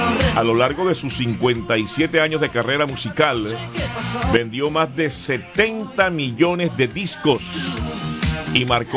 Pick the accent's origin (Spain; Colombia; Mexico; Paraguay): Colombia; Con 17 en mi país, Colombia